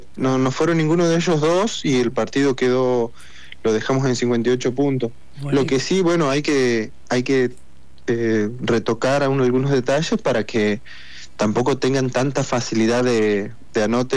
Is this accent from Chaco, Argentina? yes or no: yes; Chaco, Argentina; moved away; yo soy de Chaco